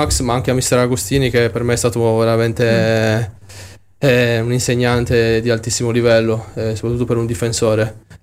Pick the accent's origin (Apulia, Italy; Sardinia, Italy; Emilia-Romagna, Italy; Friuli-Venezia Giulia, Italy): Sardinia, Italy; moved away as an adult; sono un sardo atipico. Ed è vero, mi ci rivedo, perché come ho detto, quando sono uscito a Cagliari volevo subito fare un'esperienza fuori